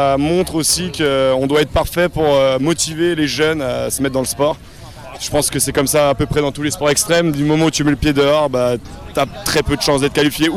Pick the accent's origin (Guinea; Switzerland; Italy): Switzerland; Moi je suis suisse